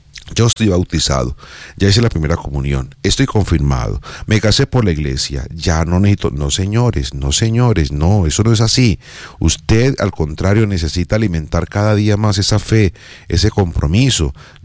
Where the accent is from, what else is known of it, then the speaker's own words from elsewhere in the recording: Colombia; Y creo que todos los colombianos, hablo de Colombia, todos los colombianos experimentamos algo hace reciente, que fue el sismo, el terremoto